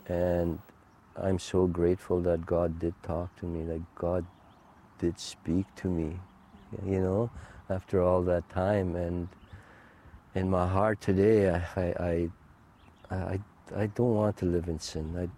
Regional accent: Canada; first language Cree; English is a second language; My first language is Cree. Oh, okay. And then my second language is English.

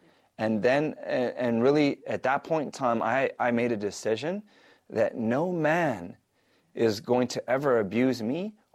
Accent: Winnipeg, Manitoba, Canada; now in Calgary, Canada; And, you know, throughout the years, so then I moved from Winnipeg to Calgary. Then I become a Calgary Stampeders fan, okay?

